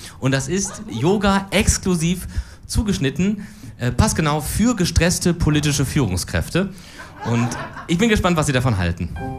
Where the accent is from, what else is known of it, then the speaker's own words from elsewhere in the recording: Cologne, North Rhine-Westphalia, Germany; als Kölner